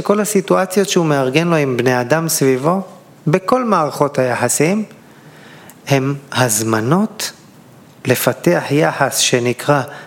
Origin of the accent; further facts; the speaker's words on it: Mikhmoret, Central District, Israel; גדלתי בחוף מכמורת, אני מושבניק מאלישי ועמק חפר.